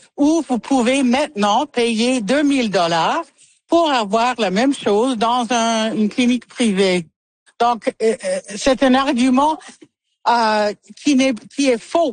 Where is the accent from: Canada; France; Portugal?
Canada; Saskatchewan; now in Ontario, Canada; Moi, je viens de la Saskatchewan.